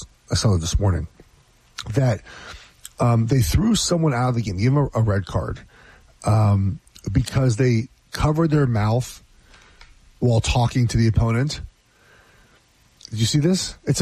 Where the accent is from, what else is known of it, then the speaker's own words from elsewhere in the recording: Los Angeles, California, United States; moved away; I'm from Los Angeles. I don't live in LA anymore.